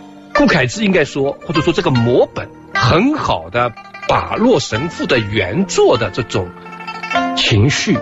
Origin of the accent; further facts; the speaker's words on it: China; 西方的它是画你看到的，我们中国人画什么？画你知道的。我们中国人他是以诗人的思考方式的，空间时间都可以打破